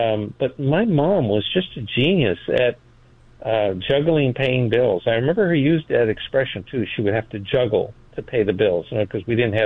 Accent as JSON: {"language": "English", "town": "Los Angeles", "region": "California", "country": "United States", "tie": "born there", "said": "I was born in East Los Angeles. So right off the bat, you know, I'm born on the wrong side of tracks, of the tracks in L.A., right?"}